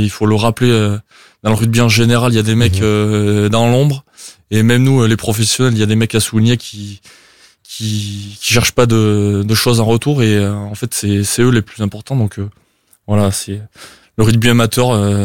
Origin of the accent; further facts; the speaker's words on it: Aurillac, Auvergne-Rhône-Alpes, France; born or raised there